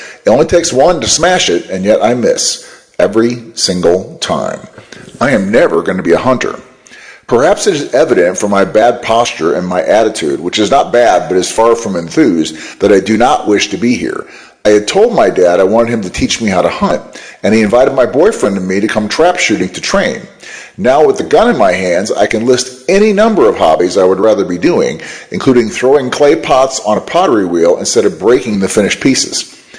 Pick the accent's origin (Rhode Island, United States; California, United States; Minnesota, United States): Rhode Island, United States; This is partly because I grew up in Rhode Island, which is almost as densely blue as the ocean itself.